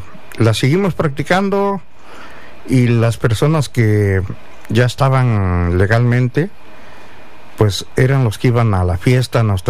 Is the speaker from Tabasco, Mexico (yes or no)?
no; Magdalena Jaltepec, Oaxaca, Mexico; now in Fresno, United States; aquí en Fresno, los primeros migrantes que llegaron acá fueron de mi pueblo Magdalena Jaltepec.